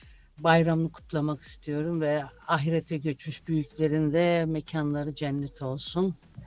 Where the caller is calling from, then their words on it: Berlin, Germany; Berlin'den arıyorum.